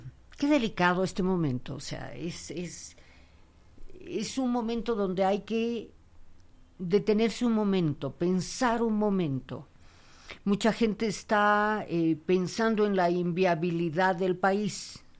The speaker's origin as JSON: {"language": "Spanish", "country": "Bolivia", "said": "se supone que somos de un mismo país, que somos todos bolivianos."}